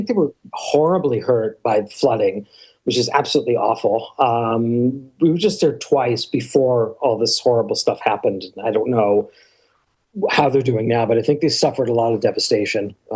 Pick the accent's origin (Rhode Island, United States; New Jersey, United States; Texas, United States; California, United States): New Jersey, United States; No, we're both New Jerseyites originally. She's from North Jersey. I'm from South Jersey. We cover the state.